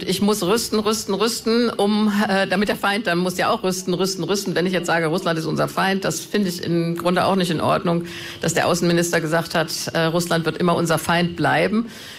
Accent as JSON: {"language": "German", "country": "Germany", "said": "ich bin Deutsche."}